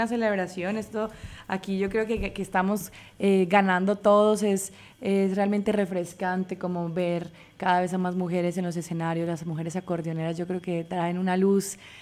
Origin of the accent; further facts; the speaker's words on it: Santander, Colombia; moved away